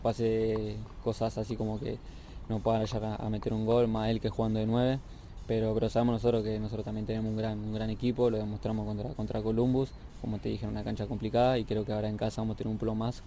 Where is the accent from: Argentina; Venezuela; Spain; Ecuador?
Argentina; moved away as an adult; now in United States; se vive acá en Estados Unidos, que bueno, yo vengo de Argentina y es muy diferente